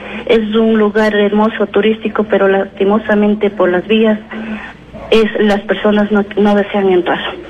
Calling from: Ecuador; Creo que como ecuatorianos tenemos derecho al buen vivir

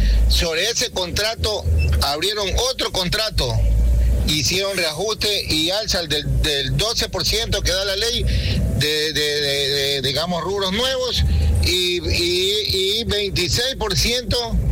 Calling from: Santa Elena, Ecuador; Yo soy de Santa Elena

